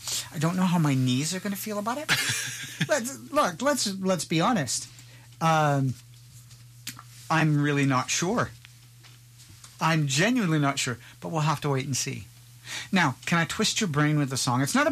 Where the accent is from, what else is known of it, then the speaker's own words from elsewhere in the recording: Western Canada, Canada; And growing up in Western Canada, El Nino and La Nina were a big thing for us.